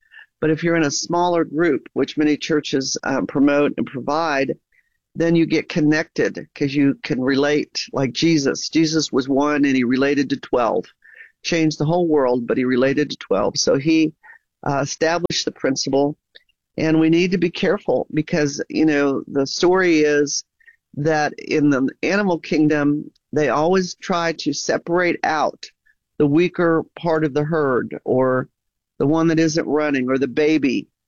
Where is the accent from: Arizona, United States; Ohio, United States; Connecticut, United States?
Ohio, United States; moved away as an adult; also born or lived in Massachusetts; now in Oklahoma, United States; I was raised in Ohio, born in Massachusetts, raised in Ohio. But then when I went off to college, I came down to Oklahoma and we never went back.